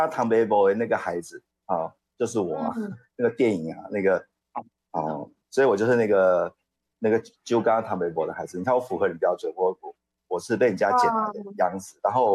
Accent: Tongxiao, Miaoli County, Taiwan; moved away; 那是我的家乡啊

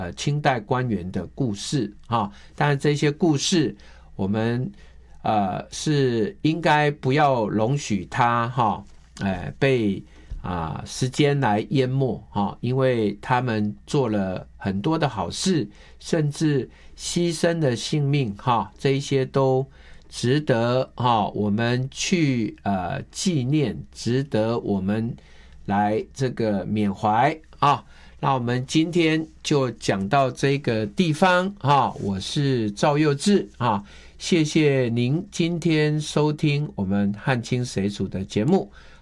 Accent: Taiwan

